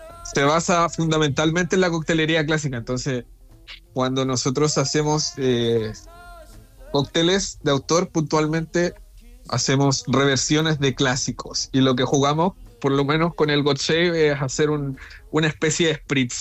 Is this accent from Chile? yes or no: yes; Chile; como yo soy chileno, me corrijan si es que voy hablando un poquito rápido, porque aquí hablamos un poquito rápido.